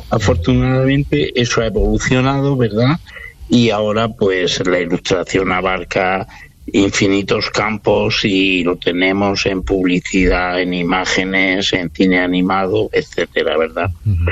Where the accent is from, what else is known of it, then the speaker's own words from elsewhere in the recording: Aspe, Valencian Community, Spain; born there; Yo nací en Aspe, provincia de Alicante, y es el interior de Alicante tirando al sur ya de la provincia.